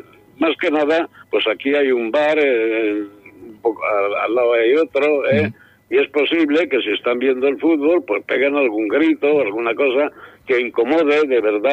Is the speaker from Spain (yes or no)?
yes; Caudete, Castilla-La Mancha, Spain; born there; Porque yo nací en Caudete, y en Caudete queda muy lejos de Bilbao.